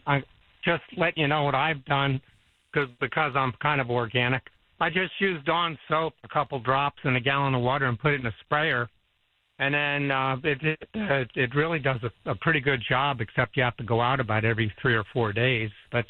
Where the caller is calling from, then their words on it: Harper, Texas, United States; Calling from up in Harper.